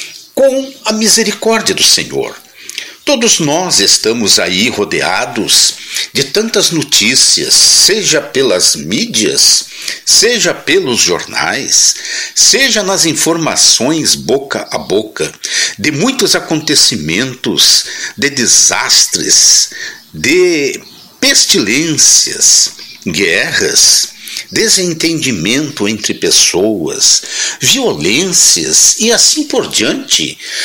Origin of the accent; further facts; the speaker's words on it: Portão, Rio Grande do Sul, Brazil; Sou aqui da cidade de Portão, Rio Grande do Sul